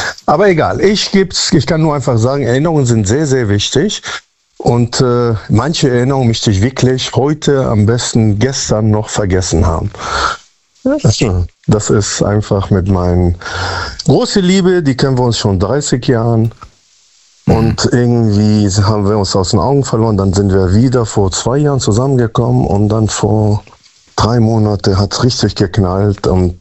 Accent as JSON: {"language": "German", "town": "Münster", "region": "North Rhine-Westphalia", "country": "Germany", "said": "Münster-Westfalen."}